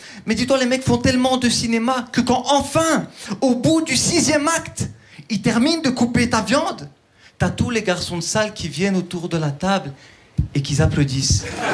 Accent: Turkey; Non, sérieusement, ouais, non, je suis turc, mais je sais pas si vous l'aviez deviné comme ça.

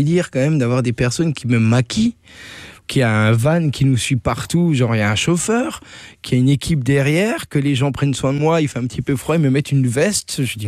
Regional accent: Grand Est, France; moved away as an adult; moi je suis d'Alsace et puis ça me fait bizarre de voir autant de gens dans la rue

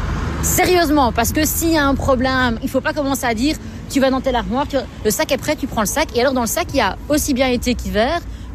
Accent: Belgium; born or raised there

